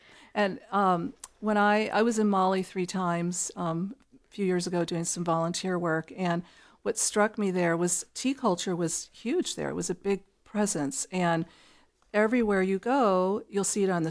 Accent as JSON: {"language": "English", "town": "Austin", "region": "Texas", "country": "United States", "tie": "born or raised there", "said": "You know, I grew up in Austin drinking iced tea."}